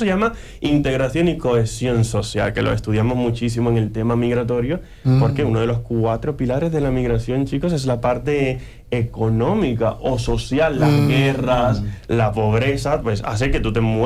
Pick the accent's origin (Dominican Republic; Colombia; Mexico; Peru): Dominican Republic; now in Spain; porque para nosotros los dominicanos España es como muy similar, la cultura.